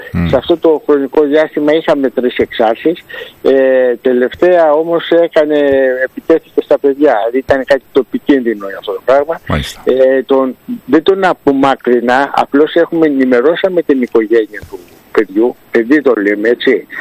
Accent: Kypseli, Greece

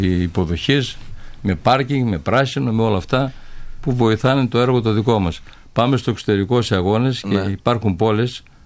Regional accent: Trikala, Thessaly, Greece; Θα χειρόμουν σαν Τρικαλινός.

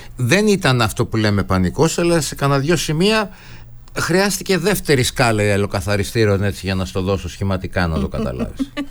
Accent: Greece; εμείς δεν τη γιορτάζουμε, εντάξει, ως Έλληνες.

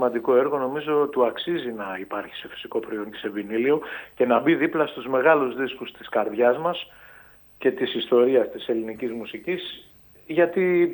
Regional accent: Kefalonia, Ionian Islands, Greece; εγώ που είμαι Κεφαλονίτης, αλλά που δεν αισθάνομαι μόνο Κεφαλονίτης, αισθάνομαι βαθύτατα Έλληνας

